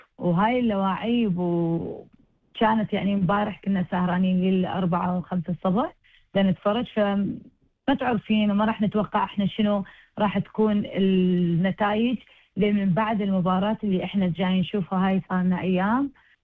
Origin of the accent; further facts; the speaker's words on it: Iraq; now in Australia; انا عراقية استرالية، بنفس الوقت قلبي ويا استراليا